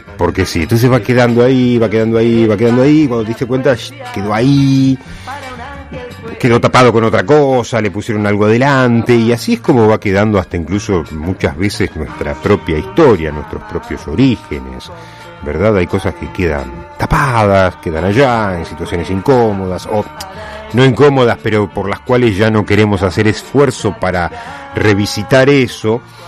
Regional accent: Argentina; porque somos argentinos

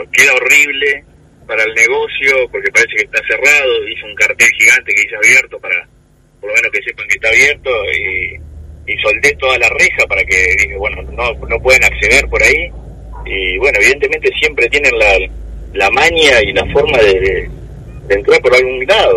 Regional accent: Santo Tomé, Argentina; yo soy de Santo Tomé, me llama un vecino, me dice, te entraron a robar.

